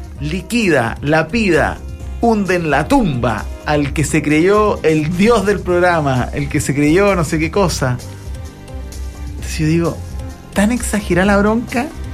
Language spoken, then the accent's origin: Spanish; Chile; nosotros en Chile